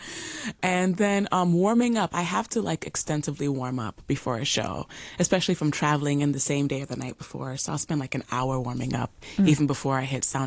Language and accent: English; Jamaica; I'm Jamaican, so I love cooking Jamaican food.